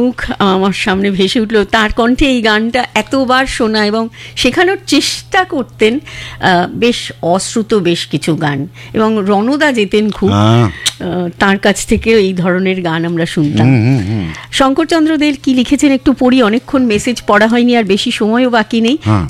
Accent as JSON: {"language": "Bangla", "town": "Jamshedpur", "region": "Jharkhand", "country": "India", "tie": "born or raised there", "moved": "yes", "said": "জামশেদপুরে আমি যেখানে বড় হয়েছি"}